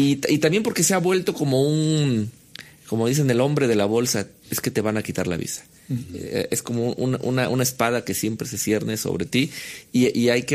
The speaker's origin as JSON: {"language": "Spanish", "region": "Oaxaca", "country": "Mexico", "said": "yo como oaxaqueño"}